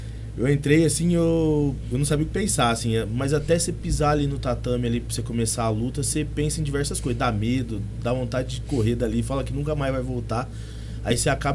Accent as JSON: {"language": "Portuguese", "town": "Pitangueiras", "region": "São Paulo", "country": "Brazil", "tie": "born there", "moved": "yes", "lives_now": "Monte Alto, Brazil", "said": "Nasci em Pitangueiras"}